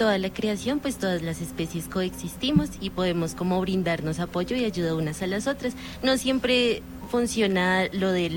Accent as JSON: {"language": "Spanish", "country": "Colombia", "said": "nos unimos hace poco como colombianos"}